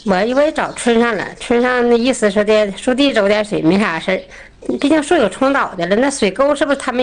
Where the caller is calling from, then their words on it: Xi'an, Shaanxi, China; 我是西安的。